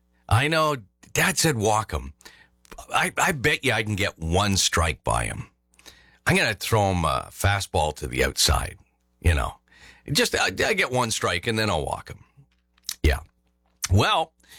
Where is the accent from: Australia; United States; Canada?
Canada; Uxbridge, Ontario; But anyway, George grew up in Port Perry. I grew up in Uxbridge, and used to play fastball, and used to pitch, or try to pitch anyway.